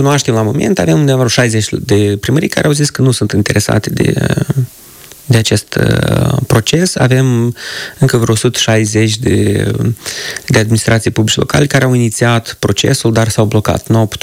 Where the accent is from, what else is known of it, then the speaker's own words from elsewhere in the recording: Moldova; born there; Deci eu sunt născut și trăiesc în satul în care m-am născut.